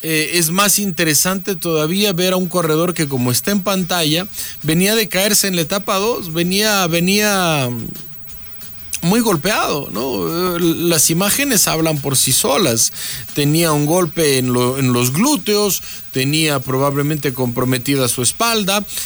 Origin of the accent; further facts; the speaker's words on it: Ecuador; Esta es nuestra carrera preferida como ecuatorianos